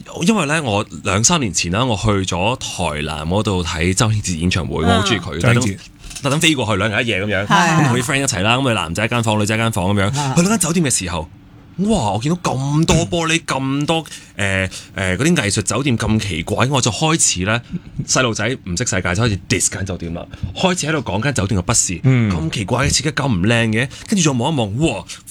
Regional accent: Canada; moved away; 我细个喺加拿大长大咧

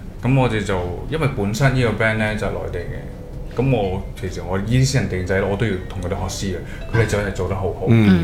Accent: Hong Kong; 我哋香港人

